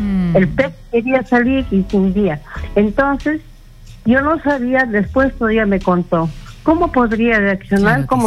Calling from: Santa Anita, Lima, Peru; Sí, le hablo de Santanita.

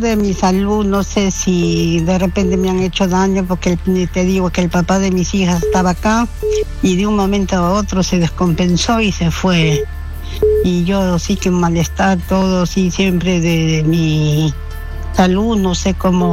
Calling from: Lima, Peru; Soy del cercado de Lima.

